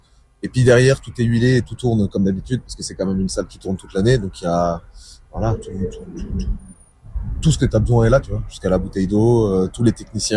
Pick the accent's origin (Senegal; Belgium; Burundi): Belgium; Brussels, Brussels-Capital Region; on est toujours très fiers de dire qu'on vient de Bruxelles et on veut représenter notre ville